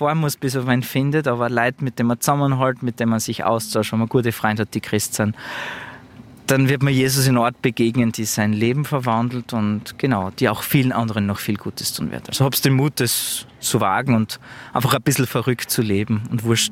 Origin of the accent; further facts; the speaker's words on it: Austria; auch als Österreicher.